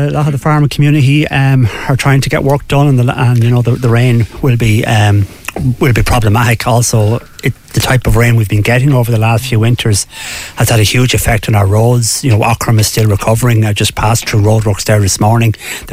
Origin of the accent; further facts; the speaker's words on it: Ireland; even though as Irish people we're obsessed with the weather